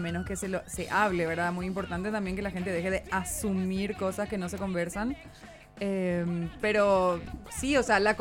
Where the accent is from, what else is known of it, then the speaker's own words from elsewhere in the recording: Coronel Oviedo, Caaguazú, Paraguay; yo soy de Coronel Oviedo, dato importante.